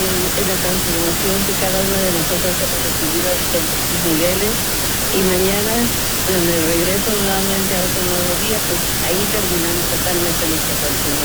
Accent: San Diego, California, United States; Soy de San Diego, voy a la parroquia del Cuerpo de Cristo, Corpus Christi, algunas veces a Santa Rosa de Lima

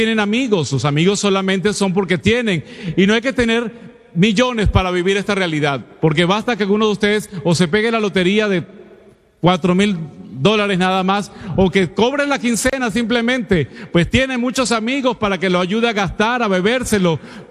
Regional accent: Caracas, Capital District, Venezuela; Yo vengo de Caracas, de una familia, mi papá pues trabajador, mi mamá una operadora de la compañía de teléfonos.

